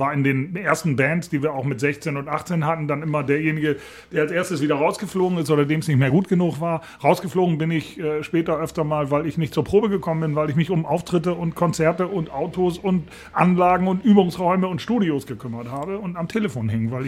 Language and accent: German; Bremen, Germany; bin aufgewachsen in Bremen